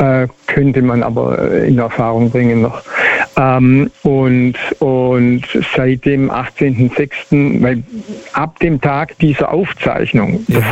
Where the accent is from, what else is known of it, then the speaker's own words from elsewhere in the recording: Baden-Württemberg, Germany; Als Schwabe, nein.